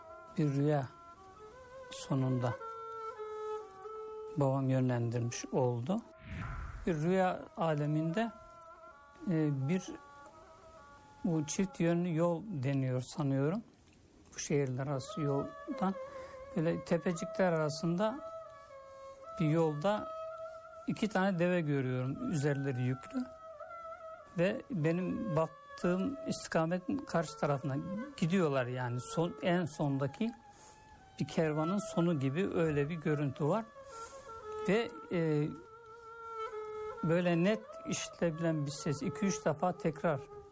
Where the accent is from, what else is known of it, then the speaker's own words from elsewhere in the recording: Eskişehir, Turkey; born there; also born or lived in Ankara; Eskişehir 1953 doğumluyum. Ankara Kimya Sanat Enstitüsü mezunuyum. Emekliyim.